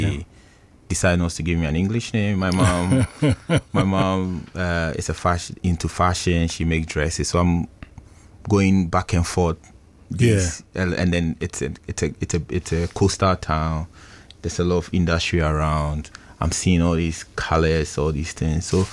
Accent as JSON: {"language": "English", "town": "Sekondi-Takoradi", "region": "Western Region", "country": "Ghana", "tie": "born or raised there", "said": "born and raised in Sekendi Takrade, which is also a whole different cosmopolitan mix."}